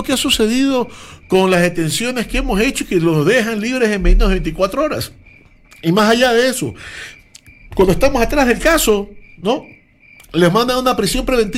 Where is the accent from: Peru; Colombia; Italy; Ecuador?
Ecuador; Yo trabajo así para vivir en mi país y para que mis hijos se críen en el Ecuador, que es mi país.